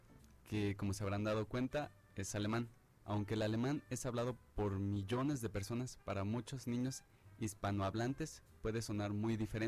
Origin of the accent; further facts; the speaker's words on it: Michoacán, Mexico; accent: Michoacán cantadito; A mí me pasa, pero con la región de Michoacán, que dicen que tenemos un cantadito.